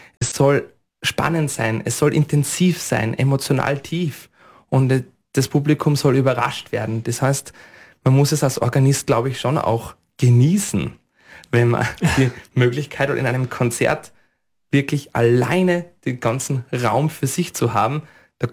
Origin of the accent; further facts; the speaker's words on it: Öblarn, Styria, Austria; Ich musiziere auch in meiner Heimatgemeinde in Öblern immer wieder an sonntäglichen Gottesdiensten.